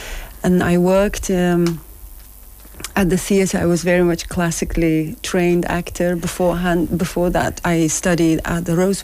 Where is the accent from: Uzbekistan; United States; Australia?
Uzbekistan; English is a second language; I grew up in Soviet Union, so I was very much a patriot of Lenin, and we used to chant every morning to Lenin.